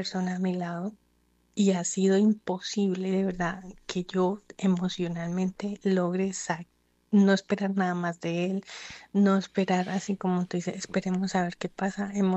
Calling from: Panama

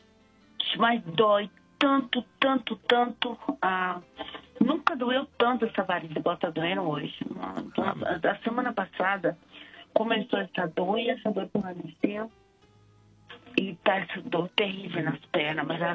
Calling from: São Paulo, Brazil; Falo aqui do Jardim Guaraú, São Paulo.

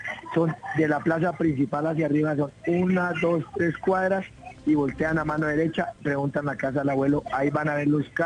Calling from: Villa de Leyva, Boyacá, Colombia; de Villa de Leyva, soy fisioterapeuta

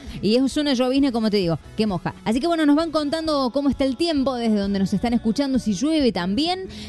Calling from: Buenos Aires, Argentina; de Buenos Aires.

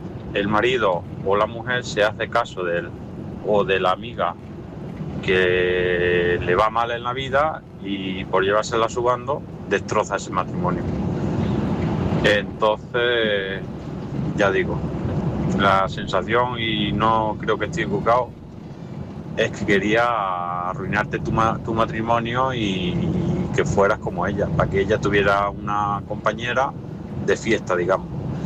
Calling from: Ciudad Real, Castilla-La Mancha, Spain; de Ciudad Real.

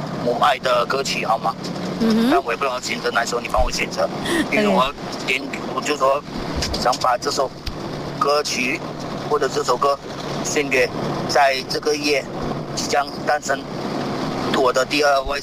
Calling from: Johor, Malaysia; 我是来自柔佛的

